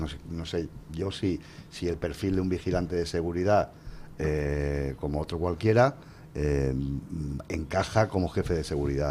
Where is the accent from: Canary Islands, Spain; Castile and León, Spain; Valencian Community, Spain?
Valencian Community, Spain; Benidorm; en Benidorm, en un reservado, en una taberna al lado del puerto de mi pueblo